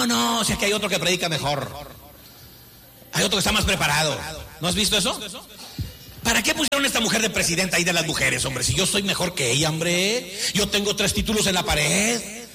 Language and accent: Spanish; Mexico; nosotros somos una comitiva mexicana que venimos a conocer esta iglesia.